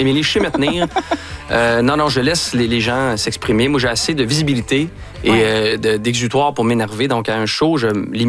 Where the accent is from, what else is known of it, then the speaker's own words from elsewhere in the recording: Brossard, Quebec, Canada; J'ai grandi donc tout près, du 10-30. À l'époque, c'était un champ de patates. Et je m'y promenais avec mes amis.